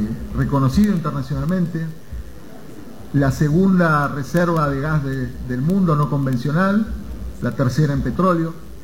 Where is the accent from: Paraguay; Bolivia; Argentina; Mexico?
Argentina; Yo me acuerdo cuando era chico, los chilenos venían a cosechar al valle nuestro